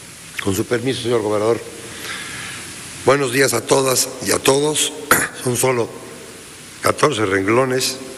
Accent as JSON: {"language": "Spanish", "region": "Puebla", "country": "Mexico"}